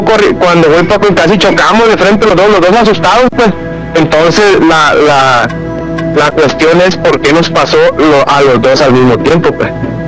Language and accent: Spanish; Santiago Ixcuintla, Nayarit, Mexico